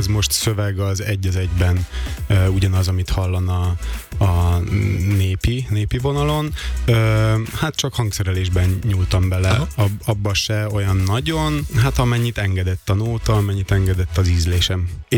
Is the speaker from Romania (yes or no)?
no; Vojvodina, Serbia; Nem, vajdaságiként nem tudom soha elengedni a magyar és a szerb népzenét, tehát egy ilyen kavalkádban nőttem fel, ahol fontos volt a magyar kultúra, a zene és néphagyományok